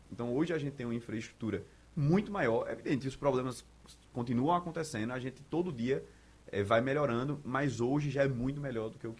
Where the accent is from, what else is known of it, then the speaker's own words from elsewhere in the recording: Recife, Pernambuco, Brazil; born there; eu nasci aqui em Recife, fui para o interior, voltei para estudar na universidade, estudava na Universidade Federal de Pernambuco e morava lá na Torre